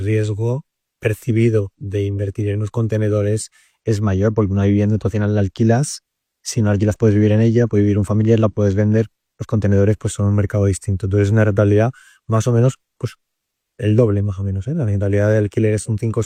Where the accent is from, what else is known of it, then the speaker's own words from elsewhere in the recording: Castellón de la Plana, Valencian Community, Spain; also born or lived in Bologna; yo quería solucionar un problema en Castellón, mi ciudad natal